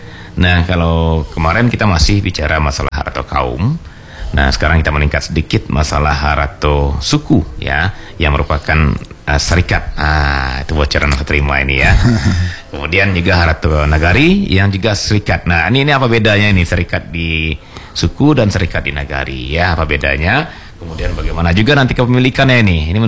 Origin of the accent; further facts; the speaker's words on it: West Sumatra, Indonesia; kita orang Minangkabau